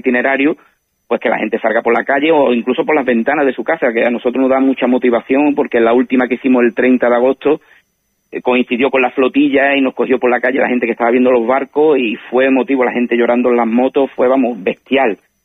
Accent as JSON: {"language": "Spanish", "region": "Ceuta", "country": "Spain", "said": "lo que somos los españoles ceutíes"}